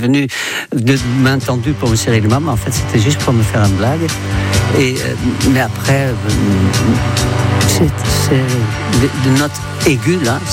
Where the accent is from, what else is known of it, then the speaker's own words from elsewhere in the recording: Netherlands; moved away as an adult; now in France; J'ai quitté les Pays-Bas quand j'avais 21 ans, donc ça fait 61 ans.